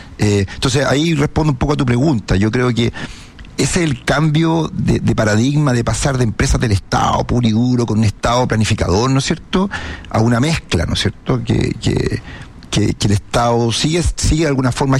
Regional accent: Chile; Ahora, las razones de por qué nosotros como chilenos decimos, pucha, pero la ENAP es empresa estatal

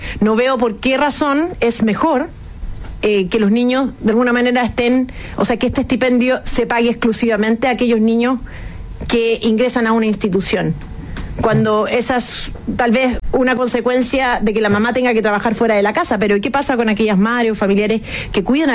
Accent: Chile; nos convoca a todos como chilenos

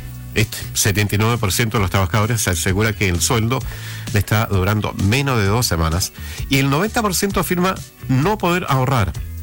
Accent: Chile

